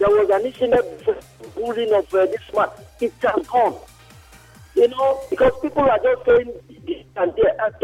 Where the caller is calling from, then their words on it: Port Harcourt, Rivers, Nigeria; I'm calling from Port Harcourt Township.